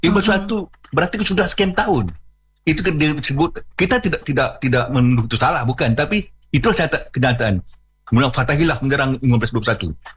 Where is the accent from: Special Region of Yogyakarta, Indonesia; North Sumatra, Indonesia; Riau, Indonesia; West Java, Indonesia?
Riau, Indonesia; misalnya kalau kita orang Riau ini pasti pernah dengar nama Koyan